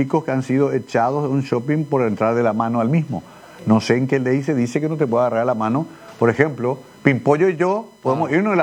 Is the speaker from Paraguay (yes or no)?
yes; Paraguay; en Paraguay, que somos todos rubios, ojos verdes.